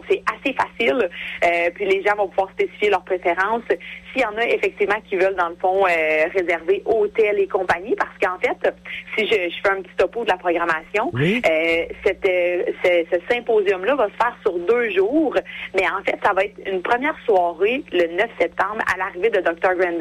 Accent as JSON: {"language": "French", "region": "Quebec", "country": "Canada", "said": "directement chez nous, au Québec, au Range Kimeyan."}